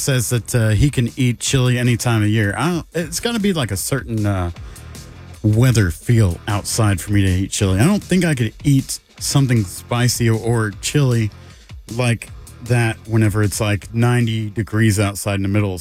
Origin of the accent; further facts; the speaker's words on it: Indianapolis, Indiana, United States; I'm also from the Southside